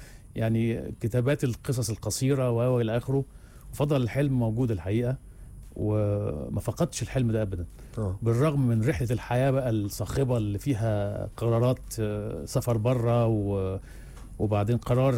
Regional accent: Alexandria, Alexandria Governorate, Egypt; moved away as an adult; also born or lived in Europe / Gulf; now in Sharm El Sheikh, Egypt; انا اصلا من اسكندريه

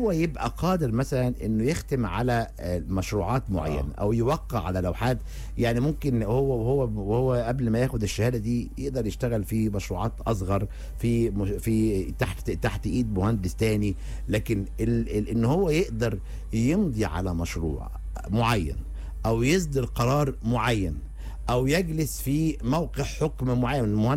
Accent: Egypt; مش انا مصري، انا افتكر ان انا مصري طبعا،

